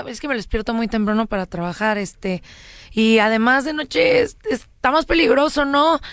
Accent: Mexico; ¡Ay, pues yo soy de México!

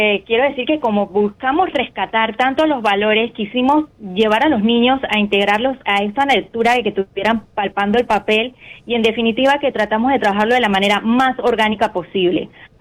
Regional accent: Panama; Sí, yo soy de Panamá. Ese es mi país natal.

